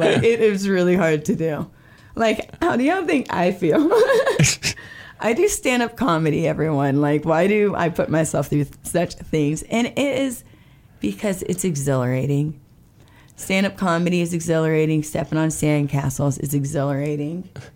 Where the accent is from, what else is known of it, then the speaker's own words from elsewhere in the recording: St. Petersburg, Florida, United States; I'm from St. Pete. St. Pete, shout out.